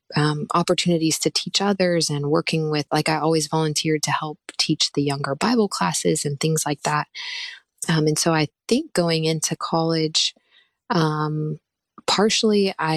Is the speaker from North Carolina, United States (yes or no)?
no; Leesburg, Florida, United States; born or raised there